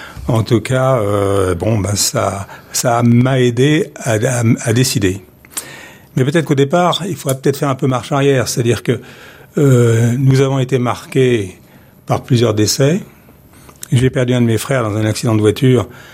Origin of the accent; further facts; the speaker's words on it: Paris, Île-de-France, France; moved away as an adult; also born or lived in Saint-Étienne; now in Clermont-Ferrand, France; Je suis parisien. J'ai fait mes études à Paris jusqu'au moment où j'ai quitté Paris pendant 3 ans pour aller aux mines de Saint-Étienne.